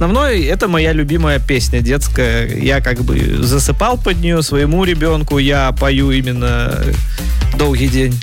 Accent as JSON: {"language": "Russian", "town": "Liozna", "region": "Vitebsk Region", "country": "Belarus", "tie": "born or raised there", "said": "Я из Лиозна."}